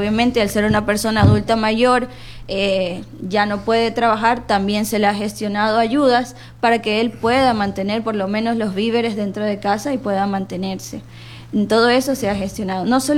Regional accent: Machala, El Oro, Ecuador; moved away as an adult; now in El Guabo, Ecuador; Yo soy nativa de la ciudad de Machala, ¿ya? Pero tengo años trabajando en el sector rural específicamente, en el Cantón El Guabo desde el 2010.

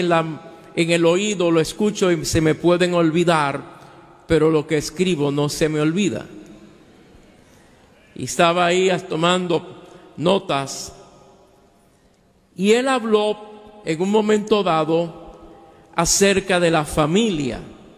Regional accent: Puerto Rico; born there; Soy puertorriqueño de pura cepa

